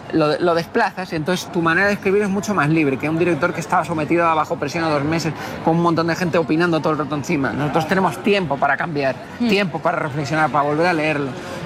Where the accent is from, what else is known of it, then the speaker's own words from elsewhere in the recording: Canary Islands, Spain; born there; Porque yo nací en Canarias, tú eres canario. No te olvides nunca, me decía así con pasión, no te olvides nunca de cuál es tu sangre.